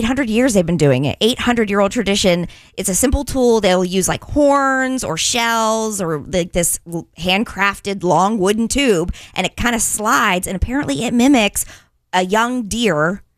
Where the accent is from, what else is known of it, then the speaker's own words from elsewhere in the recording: Quarryville, Pennsylvania, United States; growing up in Pennsylvania, Quarryville, Pennsylvania, my mom would put reflective vests on us